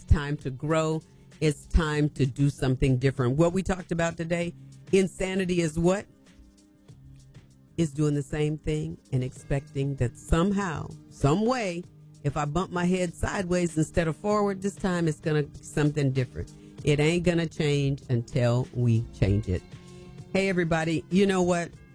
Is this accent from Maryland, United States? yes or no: no; Bunkie, Louisiana, United States; now in Cheneyville, United States; we live in Cheneyville, we're from Bunky